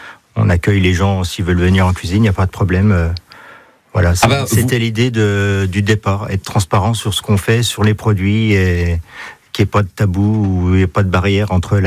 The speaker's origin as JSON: {"language": "French", "town": "Nancy", "region": "Grand Est", "country": "France", "tie": "born there", "said": "Ah, mais je suis né à Nancy, moi."}